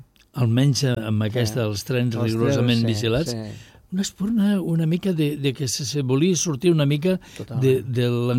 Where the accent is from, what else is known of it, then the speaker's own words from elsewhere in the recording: Ciutadilla, Catalonia, Spain; now in Barcelona, Spain; a l'Església de Ciutadilla, al meu poble